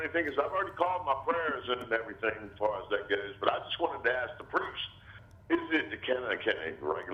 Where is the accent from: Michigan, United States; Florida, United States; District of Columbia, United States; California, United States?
District of Columbia, United States; Washington; born there; now in Millsboro, Delaware, United States; I'm originally from Washington, D.C.